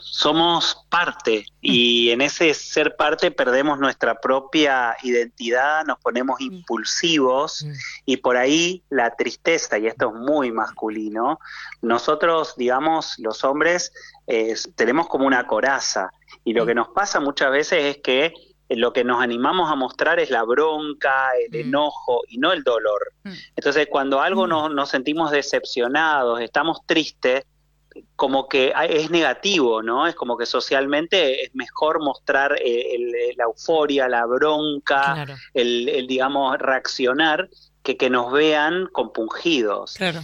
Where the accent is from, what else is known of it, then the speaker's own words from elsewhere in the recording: Argentina; Ahí sí es como que podemos decir somos argentinos